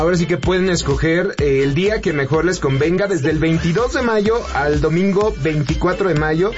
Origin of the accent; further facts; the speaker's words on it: Mexico; aquí como mexicanos